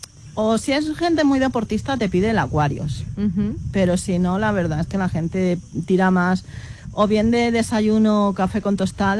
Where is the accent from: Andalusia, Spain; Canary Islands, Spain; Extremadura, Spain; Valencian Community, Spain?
Andalusia, Spain; Roquetas de Mar; Y yo vengo de Roquetas.